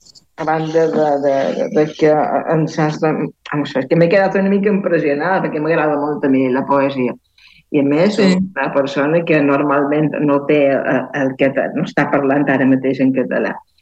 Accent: Balearic Islands, Spain; Té com jo soc de Mallorca.

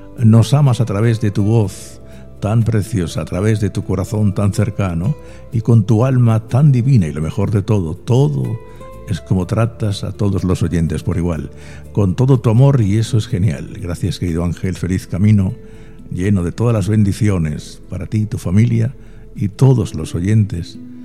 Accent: Spain

